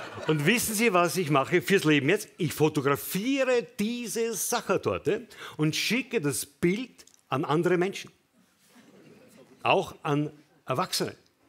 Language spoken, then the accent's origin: German; Vienna, Austria; Oder wissen Sie, was ich als Wiener vor 3 Tagen das erste Mal gesagt habe? Tschüss.